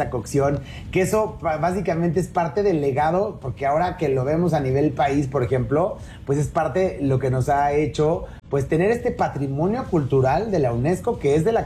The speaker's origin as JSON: {"language": "Spanish", "country": "Mexico", "said": "no, porque realmente estamos reconocidos a nivel internacional por pues todos los expertos, comelones, todos los tragones que han dado este sello de validación a nuestra cocina tan importante como la mexicana, ¿no?"}